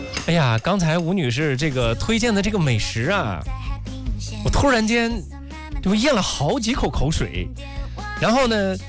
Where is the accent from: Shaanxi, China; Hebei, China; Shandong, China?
Hebei, China; Xingtang; 我们行堂也有腌肉面，行堂也有饸饹。